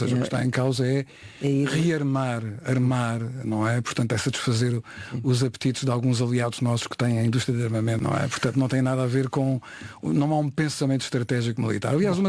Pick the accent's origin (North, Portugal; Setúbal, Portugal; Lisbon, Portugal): Setúbal, Portugal; Corresponde de Setúbal, a minha cidade natal.